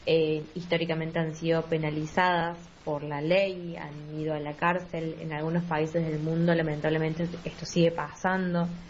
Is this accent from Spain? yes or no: no; Córdoba, Argentina; También soy cordobesa, soy feminista.